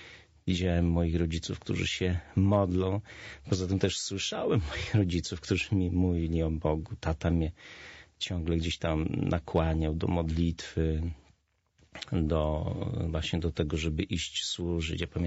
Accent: Nowy Sącz, Lesser Poland, Poland; Ja pochodzę z Nowego Sącza, z miasta. Środowisko różne.

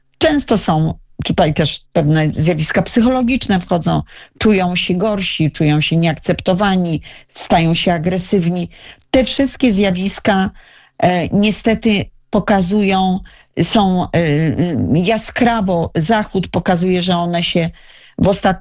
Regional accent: Radom, Masovian Voivodeship, Poland

